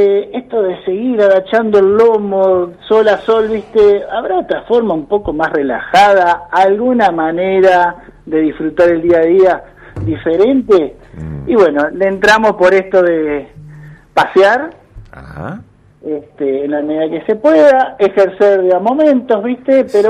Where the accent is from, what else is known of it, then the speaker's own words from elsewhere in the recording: San Bernardo, Buenos Aires Province, Argentina; now in Mar de Ajó, Argentina; En realidad siempre viví en San Bernardo.